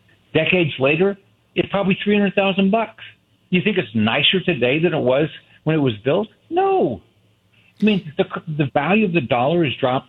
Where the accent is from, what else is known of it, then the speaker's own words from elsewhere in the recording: Midwest, United States; In my lifetime, well, I grew up in the Midwest.